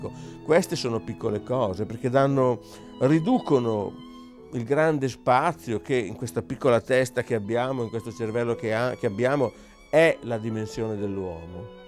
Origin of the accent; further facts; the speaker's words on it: Milan, Lombardy, Italy; io sono nato a Milano.